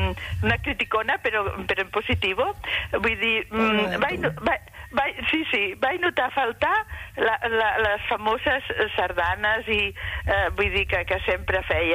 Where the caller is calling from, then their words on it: Barcelona, Catalonia, Spain; soc de la Barceloneta